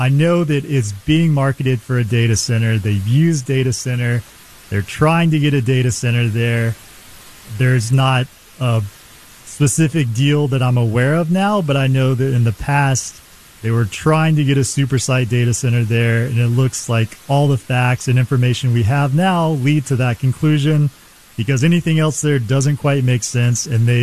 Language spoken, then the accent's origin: English; United States; I grew up in Fayette County